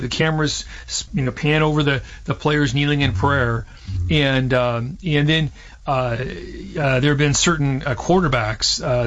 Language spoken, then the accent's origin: English; Seattle, Washington, United States; So I grew up in Seattle, in North Seattle. We moved there when I was very young and really spent the rest of my formative years there.